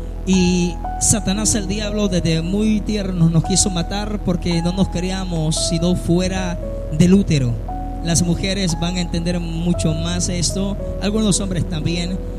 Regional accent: Sonsonate, El Salvador; Soy originario de Sonsonate Centro.

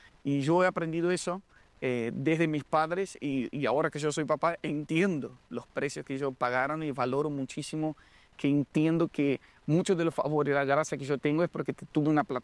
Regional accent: Rio de Janeiro, Brazil; first language Portuguese; Spanish is a second language; moved away as an adult; now in Argentina; Y fue a los 18 años que yo tomé la decisión de venir a Argentina. Crecí en Río de Janeiro, Brasil

